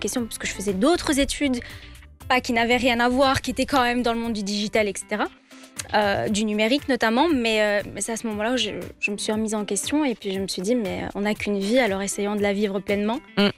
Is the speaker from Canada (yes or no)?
no; Belgium; Alors que non, en fait, on est belge. On a des nationalités, il y en a qui ont grandi en Belgique, qui sont nés en Belgique